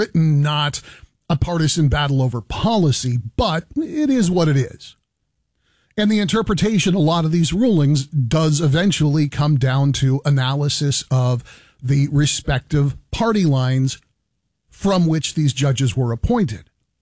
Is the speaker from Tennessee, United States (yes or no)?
no; California, United States